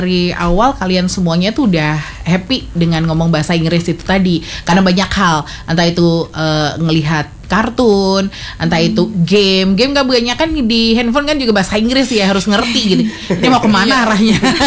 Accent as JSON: {"language": "Indonesian", "country": "Indonesia", "said": "bahasa Inggris kan bukan bahasa kita ya, secara kita lahir di Indonesia gitu ya."}